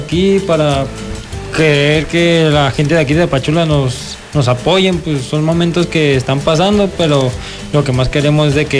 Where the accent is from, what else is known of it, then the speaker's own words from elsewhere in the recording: Cuautitlán, State of Mexico, Mexico; now in Tapachula, Mexico; yo soy originario de Cuautitlán, México, soy del Estado de México.